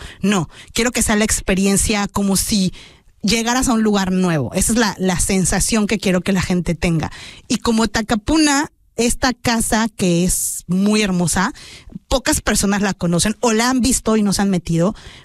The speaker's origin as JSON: {"language": "Spanish", "country": "Mexico", "lives_now": "Takapuna, New Zealand", "said": "a mí me encantaba como mexicana toda la parte de crear un altar y darle como un propósito."}